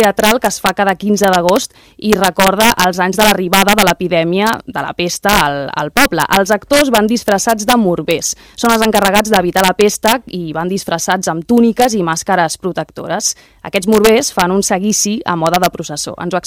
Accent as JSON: {"language": "Catalan", "town": "Badalona", "region": "Catalonia", "country": "Spain", "said": "O sigui, jo sóc badalonina i com a bona badalonina havia de fer referència a la meva ciutat."}